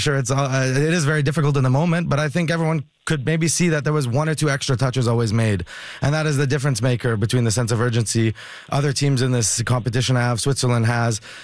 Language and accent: English; Canada; I think we have to carry this chip on our shoulder that we are the Canadian men's national team, and we can do stuff and go far in this tournament and inspire a nation